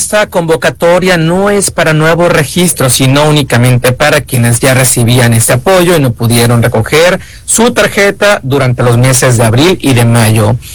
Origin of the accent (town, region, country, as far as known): Mexico